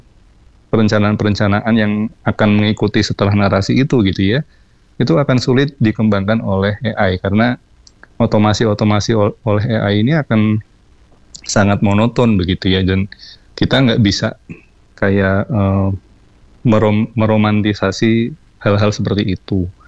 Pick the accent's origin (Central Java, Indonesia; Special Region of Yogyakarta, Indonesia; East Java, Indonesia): Central Java, Indonesia; Semarang; seperti saya besar di Semarang gitu ya